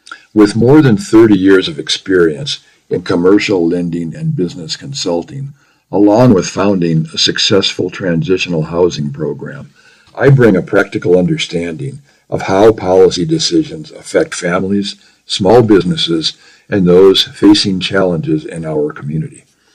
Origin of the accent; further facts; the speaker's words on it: Phoenix, Arizona, United States; now in Flagstaff, United States; Growing up in Phoenix in the 1970s, my neighborhood was strip malls and restaurants. It lacked a sense of community and place.